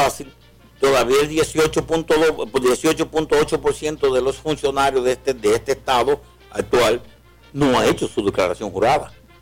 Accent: Dominican Republic; ha puesto en evidencia el dominicanismo, lo que somos los dominicanos.

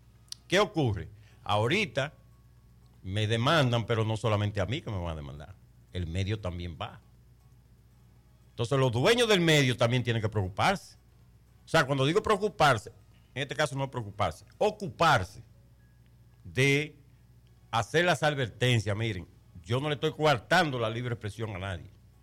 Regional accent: Mao, Valverde, Dominican Republic; Yo soy de la Gastón Fernando de Lima.

